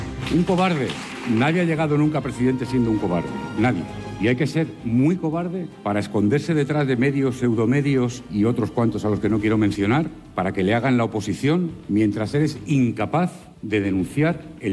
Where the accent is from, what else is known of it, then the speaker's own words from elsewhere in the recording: Madrid, Community of Madrid, Spain; No hay mayor orgullo que dedicarme a mi tierra, a mi ciudad, a la ciudad de Madrid y a la Comunidad de Madrid